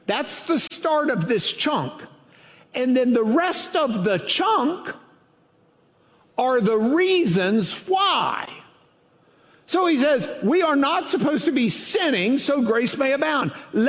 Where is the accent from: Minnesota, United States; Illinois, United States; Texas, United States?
Texas, United States; Lubbock; Where I grew up in Lubbock, no way.